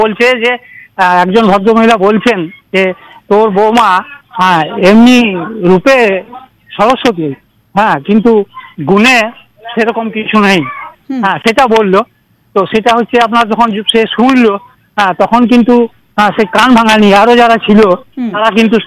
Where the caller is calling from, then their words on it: Dubrajpur, West Bengal, India; আমি পশ্চিমবঙ্গের বীরভূম জেলার দুবরাজপুর থেকে